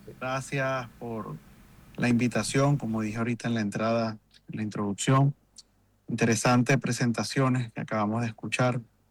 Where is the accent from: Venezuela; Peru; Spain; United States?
Venezuela